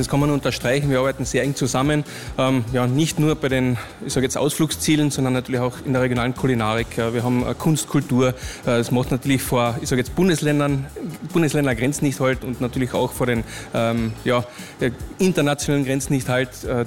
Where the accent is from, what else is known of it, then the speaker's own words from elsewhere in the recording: Villach, Carinthia, Austria; wir sind ja beide aus Villach